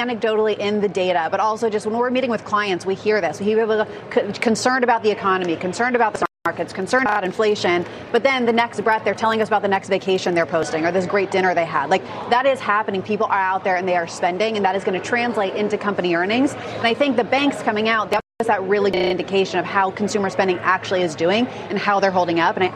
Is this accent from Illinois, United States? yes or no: no; San Diego, California, United States; born or raised there